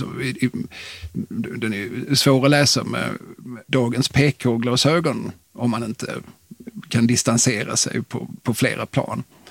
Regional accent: Skåne, Sweden

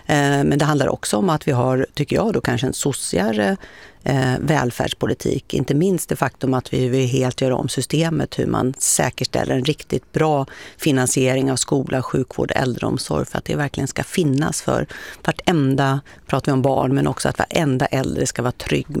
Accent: Uppsala, Uppsala County, Sweden; now in Stockholm, Sweden; när jag växte upp i Uppsala

